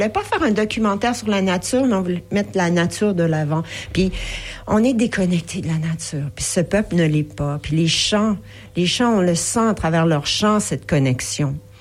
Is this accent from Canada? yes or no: yes; Montreal, Quebec, Canada; Oui, j'ai grandi à Montréal jusqu'à l'âge de 6 ans. J'ai joué dans les ruelles.